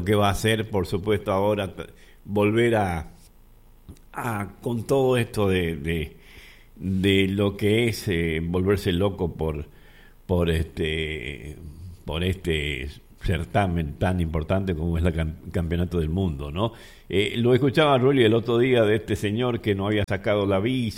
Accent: Argentina

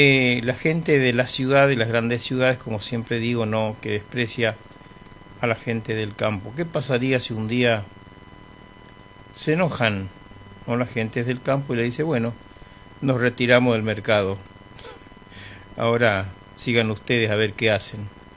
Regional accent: Presidencia de la Plaza, Chaco, Argentina; moved away; Quiero saludar a mis amigos de Presidencia de la Plaza, a mi pueblo, para todos mis parientes.

